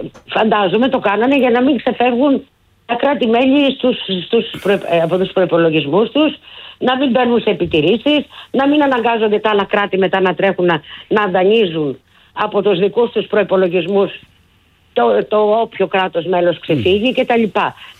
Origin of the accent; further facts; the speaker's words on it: Greece; για μας, τους μέσους, τους απλούς, τους συνηθισμένους Έλληνες πολίτες. Και εγώ τον εαυτό μου εκεί τον κατατάσσω